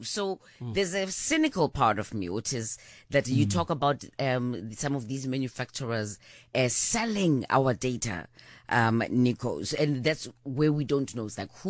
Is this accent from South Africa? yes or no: yes; South Africa; as South African women, where we're not always protected